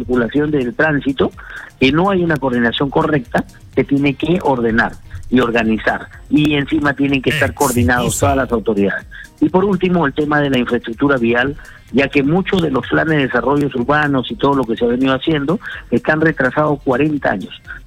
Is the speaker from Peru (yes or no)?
yes; Peru; no solo como transportistas, uh-huh, sino como peruanos